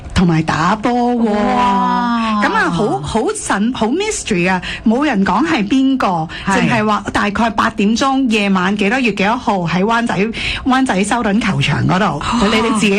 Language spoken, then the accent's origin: Cantonese; Hong Kong; 原来我喺香港出世，喺香港 grow up，